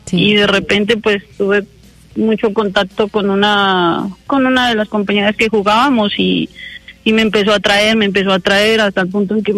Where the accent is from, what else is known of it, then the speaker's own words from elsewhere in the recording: Sibundoy, Putumayo, Colombia; Yo soy del Putumayo, de Sibundoy.